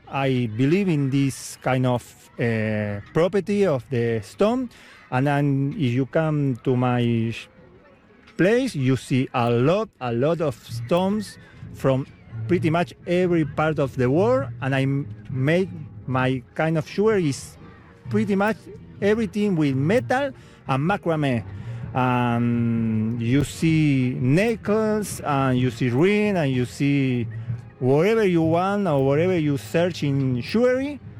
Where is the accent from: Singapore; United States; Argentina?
Argentina; Buenos Aires; now in Canada; In Argentina, in Buenos Aires, yes.